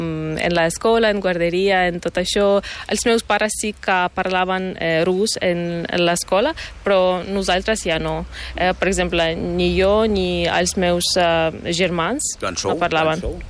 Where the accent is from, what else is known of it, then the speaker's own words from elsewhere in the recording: Western Ukraine, Ukraine; now in Spain; De part de... no d'oest?